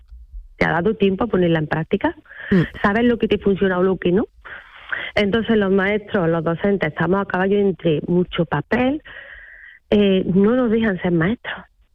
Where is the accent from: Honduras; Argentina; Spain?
Spain; Fernán Núñez, Andalusia; Pues mira, yo soy de un pueblo de la campiña cordobesa. Concretamente soy de Fernanduñe.